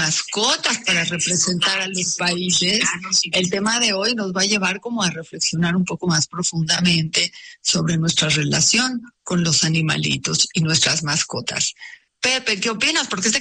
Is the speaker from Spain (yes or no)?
no; Mexico; somos mexicanos